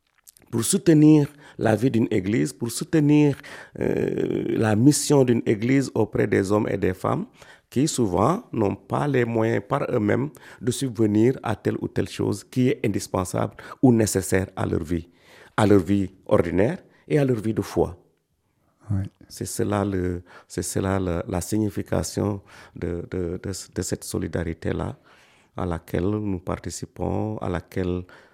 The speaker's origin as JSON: {"language": "French", "country": "Senegal", "said": "Chez nous au Sénégal"}